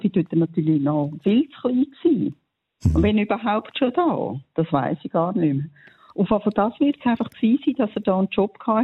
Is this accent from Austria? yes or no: no; Zurich, Switzerland; born there; Nein, weil ich bin im Zürich-Oberland geboren.